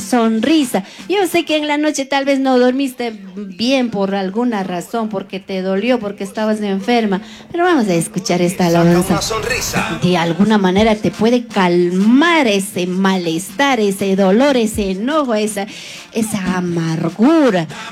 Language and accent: Spanish; Quito, Pichincha, Ecuador; allá somos quiteños y quiteñas